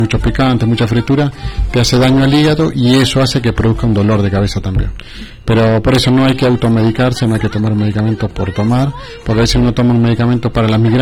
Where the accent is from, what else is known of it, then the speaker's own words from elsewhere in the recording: La Paz, Bolivia; moved away; Nosotros, porque nosotros que somos de La Paz